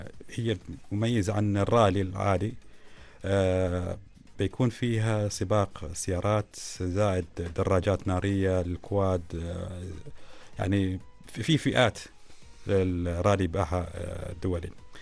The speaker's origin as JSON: {"language": "Arabic", "country": "Oman"}